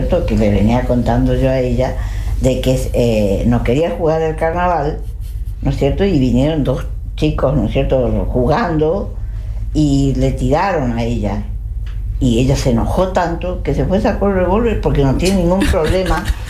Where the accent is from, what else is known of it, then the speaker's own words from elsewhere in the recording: Chaco, Argentina; yo soy chaqueña.